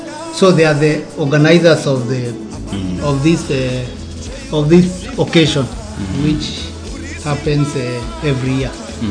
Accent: Kenya; accent: Kenyan; moved away as an adult; now in Ireland; I'm from Kenya. I've been in Ireland for a period of nearly three years now.

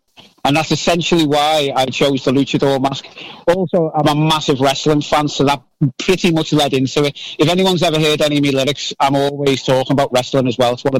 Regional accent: Liverpool, North West England, United Kingdom; I was born and raised in Liverpool.

